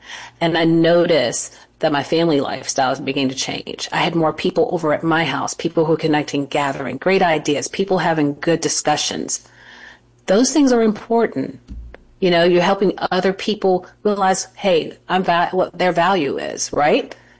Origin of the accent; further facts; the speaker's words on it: South Carolina, United States; I grew up in South Carolina.